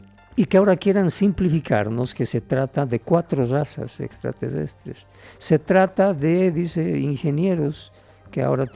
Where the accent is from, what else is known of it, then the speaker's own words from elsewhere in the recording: Bolivia; como bolivianos también hemos sido llamados en su momento a un contacto con esos seres